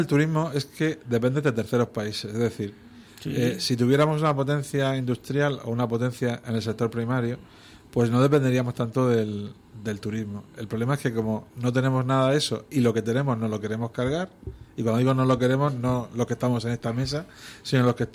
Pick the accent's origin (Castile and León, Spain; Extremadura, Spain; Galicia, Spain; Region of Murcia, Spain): Region of Murcia, Spain; Es decir, que a mí, como murciano, me gusta más el turismo de interior en la propia región de Murcia que el de la costa.